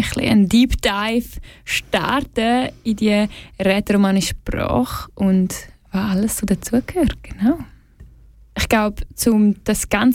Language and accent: German; Switzerland; ich bin tatsächlich auch aus dem Unterland. Aber ich habe mir vor ein paar Jahren, nämlich im 22, selber Romanisch beigebracht